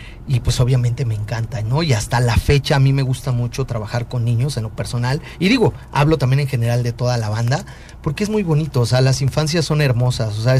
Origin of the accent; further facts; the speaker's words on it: Mexico; para nosotros como mexicanos